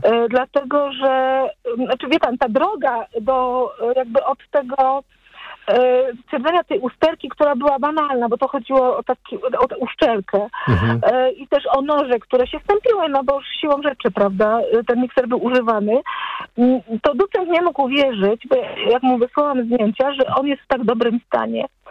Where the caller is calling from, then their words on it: Lesser Poland, Poland; ja mieszkam pod Krakowem